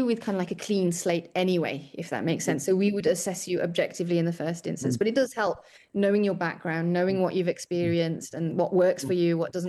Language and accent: English; United Kingdom; irrespective of my faith, of the fact that I wear a hijab, I'm British and I'm proud of it.